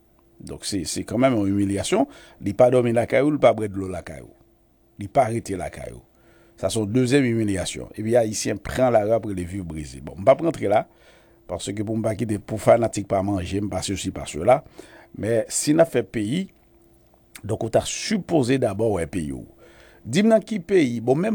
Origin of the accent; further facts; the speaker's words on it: Haiti; C'est comme si on est haïtien, mais on n'est pas fier d'être haïtien.